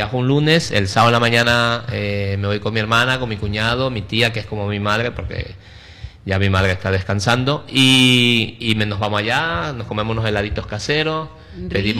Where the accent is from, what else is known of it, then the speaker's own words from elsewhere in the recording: Ecuador; now in Mallorca, Spain; yo soy adoptado, ya, adoptado en ya. España, porque mi tierra es Ecuador.